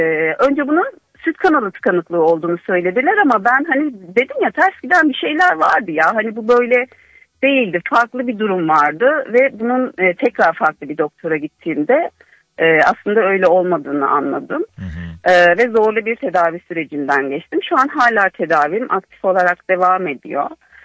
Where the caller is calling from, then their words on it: Şanlıurfa, Turkey; Şanlıurfa'dan arıyorum